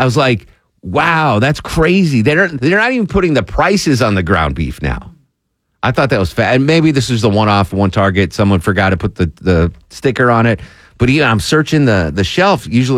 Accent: Connecticut, United States; I'm from rural Connecticut.

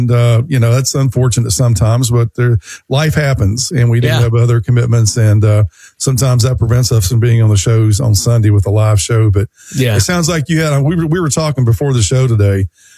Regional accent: Manchester, Tennessee, United States; A national phenomenon that is happening in my hometown, Manchester, Tennessee.

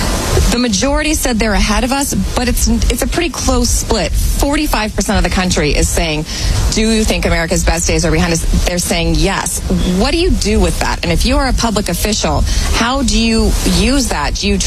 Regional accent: Colorado, United States; And I'm from Colorado.

